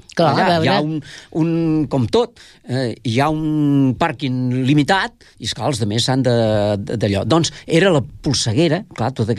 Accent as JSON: {"language": "Catalan", "town": "Tordera", "region": "Catalonia", "country": "Spain", "said": "que vinc de Tordera, que sóc l'únic, home..."}